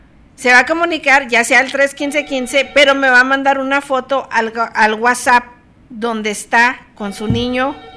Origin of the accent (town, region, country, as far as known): Mexico